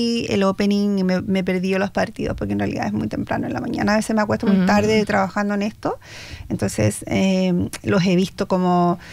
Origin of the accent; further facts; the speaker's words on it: Chile; now in Australia; Sí, soy chilena, pero soy australiana, radicada en este país.